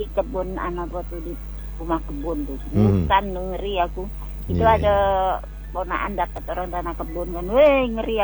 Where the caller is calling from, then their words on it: Jambi, Indonesia; di dekat desa saya tuh di desa Parit di Gelam.